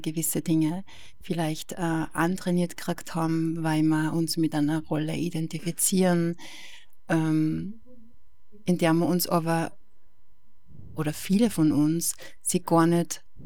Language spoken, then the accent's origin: German; Styria, Austria; now in Bad Ischl, Austria; Ich komme ja ursprünglich aus der Oststeiermark und bin nicht eine Ischlerin.